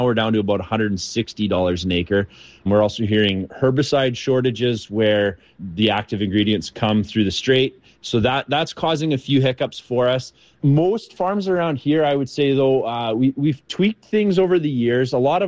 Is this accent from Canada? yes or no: yes; Elm Creek, Manitoba, Canada; I am a farmer from Elm Creek, Manitoba, Canada.